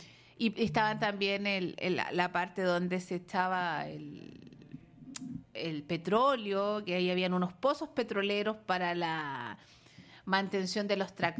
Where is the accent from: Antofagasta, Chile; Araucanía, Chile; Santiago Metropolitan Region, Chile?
Santiago Metropolitan Region, Chile; Isla de Maipo